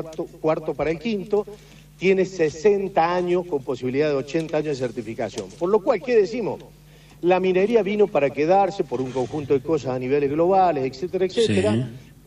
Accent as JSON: {"language": "Spanish", "region": "San Juan", "country": "Argentina", "said": "lo cual, el dueño de los recursos somos sanjuaninos."}